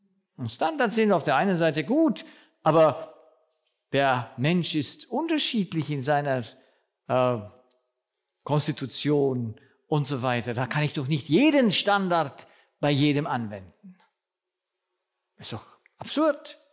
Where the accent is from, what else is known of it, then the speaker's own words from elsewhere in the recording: Romania; moved away as an adult; now in Germany; ich war, also in Rumänien, bis ich 19 Jahre alt war, bis wir nach Deutschland gekommen sind, damals in die Bundesrepublik